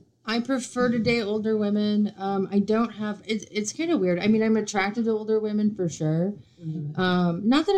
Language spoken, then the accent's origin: English; Bible Belt, United States; I'm from the Bible Belt, I think. It's growing up there is like growing up in the 70s or 80s.